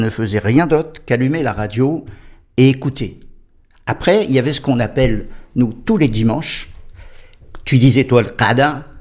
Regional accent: Constantine, Constantine Province, Algeria; moved away; Chez nous, à Constantine

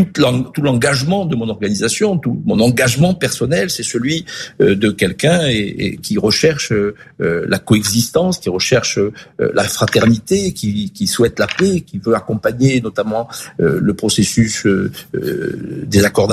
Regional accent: France; pas simplement en tant que juif, mais en tant que français, tout simplement.

